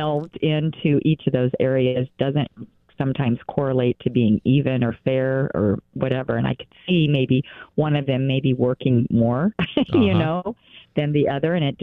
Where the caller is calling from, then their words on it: Central City, United States; I am calling from Central City.